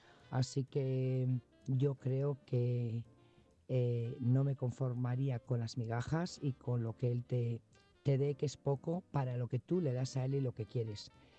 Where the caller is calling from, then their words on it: Burgos, Castile and León, Spain; Buenas noches … corresponsal de Burgos